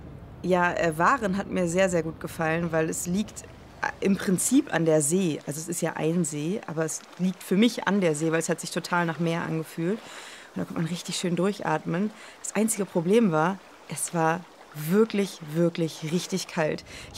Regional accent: Northern Germany, Germany; ich komme ja aus Norddeutschland.

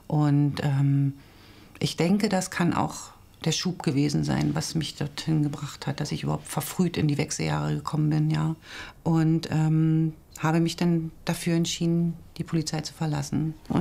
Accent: Falkensee, Brandenburg, Germany; ich bin 51 Jahre alt, ich komme aus Falkensee

